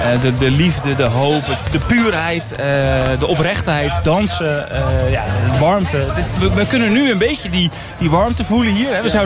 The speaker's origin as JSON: {"language": "Dutch", "country": "Netherlands", "said": "Maar wij zijn Nederlanders en wij vinden dat."}